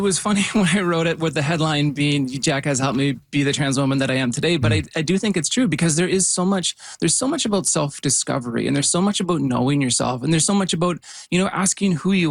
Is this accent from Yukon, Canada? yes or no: yes; Yukon, Canada; I grew up in the Yukon